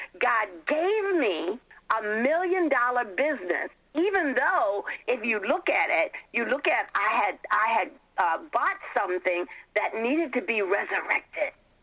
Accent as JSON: {"language": "English", "town": "New York City", "region": "New York", "country": "United States", "tie": "born or raised there", "said": "I grew up in Harlem."}